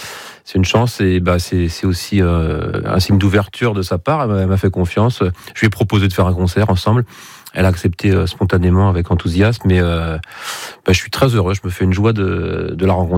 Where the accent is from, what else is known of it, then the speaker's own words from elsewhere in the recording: Château-Gontier, Pays de la Loire, France; Oui, tout petit. Je suis originaire de Château-Gontier.